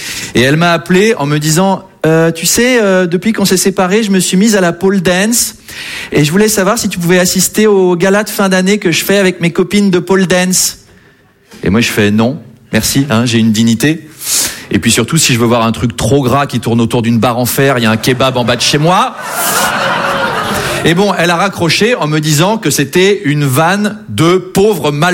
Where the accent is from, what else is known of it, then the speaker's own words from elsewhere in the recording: Versailles, Île-de-France, France; Hein, moi je viens de Versailles. Moi j'ai passé 22 ans de ma vie là-bas.